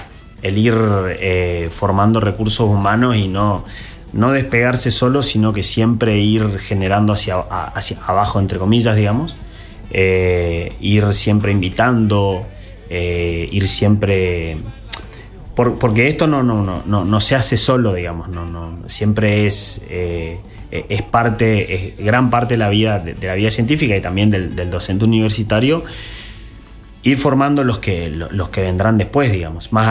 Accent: Corrientes, Argentina; moved away as an adult; now in Resistencia, Argentina; Quería quedarme acá en Corrientes. Bueno, ahora vivo en Resistencia

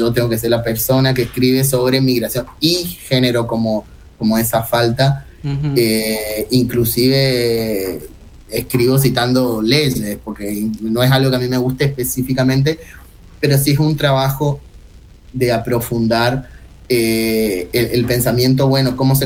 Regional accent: Chaco, Argentina; now in Brazil; yo soy ahí de Chaco.

